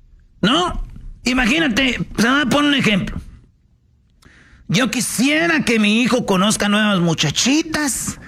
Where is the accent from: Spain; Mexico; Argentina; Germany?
Mexico; Señores, ahí nací yo. Yo soy mexicano.